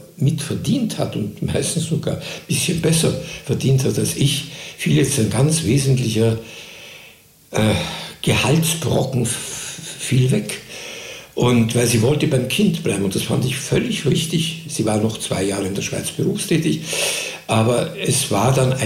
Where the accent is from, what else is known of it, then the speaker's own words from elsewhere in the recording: Austria; Ich musste als Österreicher in jedem deutschen Engagement Arbeitsbewilligung, Aufenthaltsgenehmigung, alles extra ansuchen